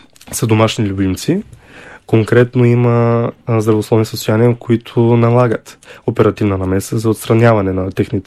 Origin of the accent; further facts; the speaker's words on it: Targovishte Province, Bulgaria; Аз съм от Търговище.